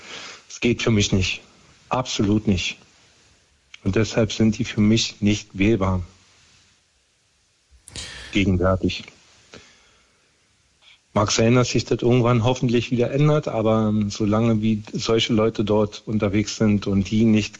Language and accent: German; Germany; Also ich dachte, soweit wird es hier bei mir, also in Deutschland, in meinem Heimatland, nie wieder wird es so weit kommen, dass man sowas zulässt.